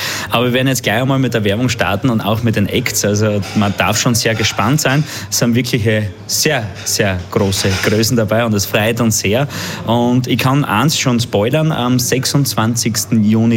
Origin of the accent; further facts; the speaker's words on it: Styria, Austria